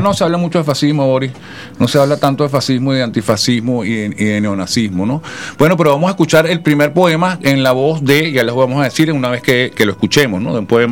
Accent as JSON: {"language": "Spanish", "country": "Venezuela"}